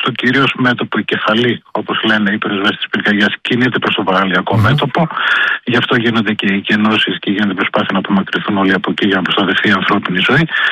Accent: Central Macedonia, Greece; κατάγομαι από Χαλκιδική, γνωρίζω τη συγκεκριμένη περιοχή.

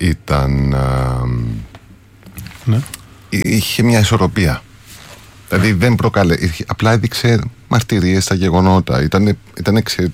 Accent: Cyprus; είμαι και εγώ Κύπριος, είμαι παιδί του πολέμου. Οπότε μεγάλωσα με όλο αυτό.

